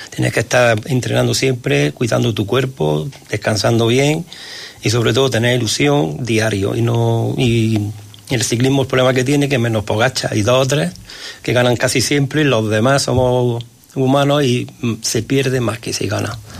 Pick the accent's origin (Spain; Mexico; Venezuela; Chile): Spain; Granada, Andalusia; Yo, al ser de Granada, amo mucho mi tierra. De verdad que yo me siento siempre muy granadino.